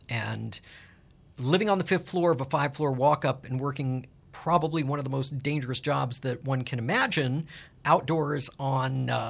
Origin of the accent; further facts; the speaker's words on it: Tucson, Arizona, United States; also born or lived in New York; now in Tucson, United States; I made the very difficult decision to return to my hometown of Tucson, Arizona, where my octogenarian parents still live